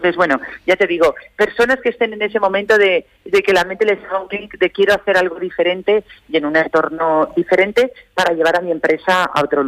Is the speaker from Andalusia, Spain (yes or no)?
no; Rillo, Aragon, Spain; mi pueblo, ¿no? A Rillo, que soy de aquí